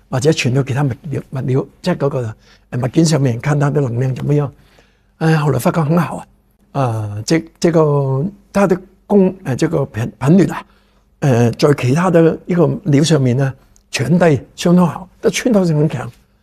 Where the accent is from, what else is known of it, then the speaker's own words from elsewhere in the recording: Hong Kong; 各位观众你好，